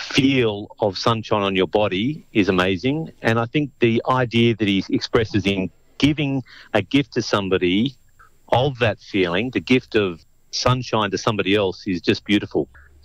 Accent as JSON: {"language": "English", "town": "Glenbrook", "region": "New South Wales", "country": "Australia", "tie": "born or raised there", "also_born_or_lived": "Lane Cove, Sydney", "said": "We moved to Glenbrook, just actually at the mouth to the entrance to the Blue Mountains National Park."}